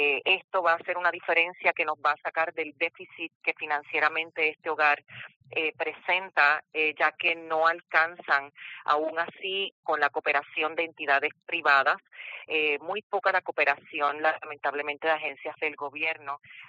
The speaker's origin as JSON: {"language": "Spanish", "country": "Puerto Rico", "said": "nosotros aquí en nuestro país tenemos tan de cerca la necesidad"}